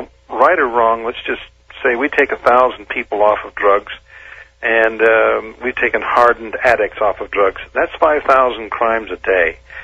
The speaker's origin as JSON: {"language": "English", "region": "Utah", "country": "United States", "tie": "born or raised there", "said": "I've experienced and watched that sort of thing in Utah when I grew up."}